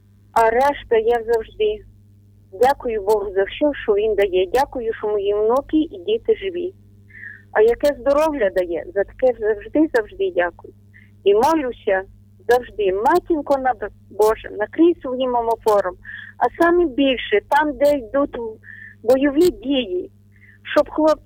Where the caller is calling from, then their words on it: Ternopil Oblast, Ukraine; Доброго вечора, ми з України, Тернопільщина